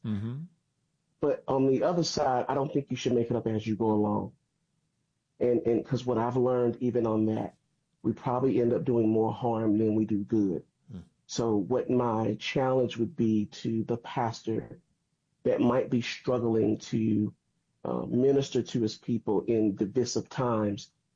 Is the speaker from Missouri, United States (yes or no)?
yes; St. Louis, Missouri, United States; now in Irmo, United States; St. Louis, Missouri, home of the world champion St. Louis Cardinals.